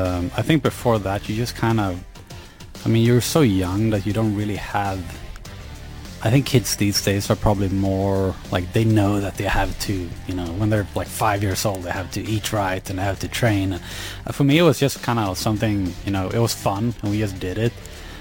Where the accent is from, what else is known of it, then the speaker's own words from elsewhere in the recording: Sweden; English is a second language; It was more like small companies where I grew up in Sweden that, you know, chipped in here and there.